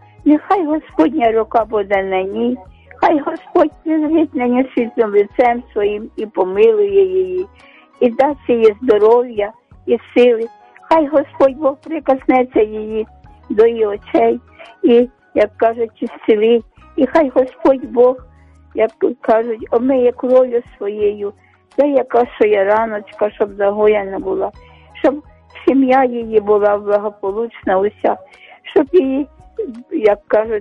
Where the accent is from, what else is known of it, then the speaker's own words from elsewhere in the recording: Kyiv, Ukraine; я з Оболоні, з Києва.